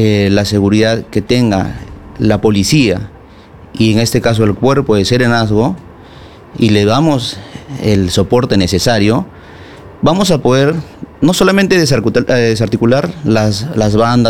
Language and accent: Spanish; Lima, Peru; Yo soy surquiano, vivo en Surquillo.